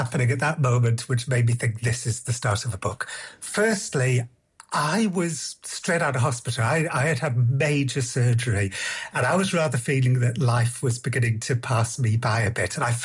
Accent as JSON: {"language": "English", "region": "Wales", "country": "United Kingdom", "said": "My home country, Wales, has 427 castles."}